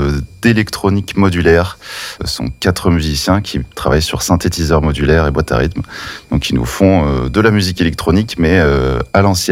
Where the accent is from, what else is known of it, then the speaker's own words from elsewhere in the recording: Lyon, Auvergne-Rhône-Alpes, France; Alors, pas tant. On est principalement de Lyon, pour une bonne partie de notre équipe.